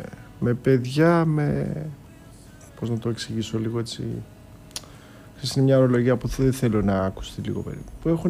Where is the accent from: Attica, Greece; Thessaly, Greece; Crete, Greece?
Crete, Greece; Επειδή είμαστε και πατριώτες από την Κρήτη και δύο.